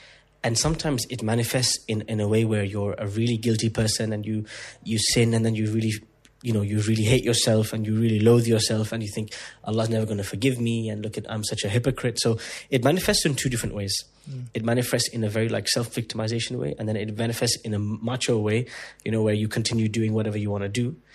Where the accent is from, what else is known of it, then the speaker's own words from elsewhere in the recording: England, United Kingdom; also born or lived in United Arab Emirates; So I'm British, but ethnically half Indian, half Pakistani. I lived half of my life in the UAE, half of my life in the UK.